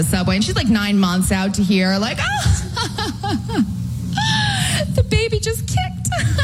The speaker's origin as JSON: {"language": "English", "region": "Midwest", "country": "United States", "moved": "yes", "said": "I am originally from the Midwest."}